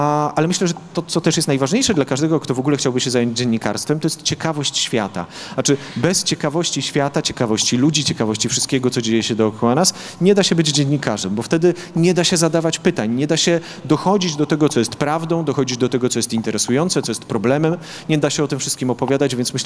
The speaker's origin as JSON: {"language": "Polish", "region": "Podlaskie Voivodeship", "country": "Poland"}